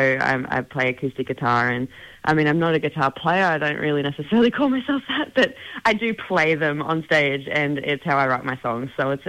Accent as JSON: {"language": "English", "area": "Central Coast", "region": "New South Wales", "country": "Australia", "tie": "born or raised there", "also_born_or_lived": "Hunter Valley, New South Wales", "said": "I grew up down on the Central Coast in New South Wales, and then moved to the Hunter Valley. And basically I grew up on property with horses"}